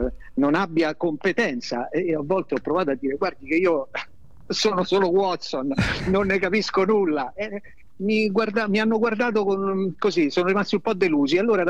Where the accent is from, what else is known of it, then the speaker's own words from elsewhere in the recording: Rome, Lazio, Italy; io sono romano, vivo a Roma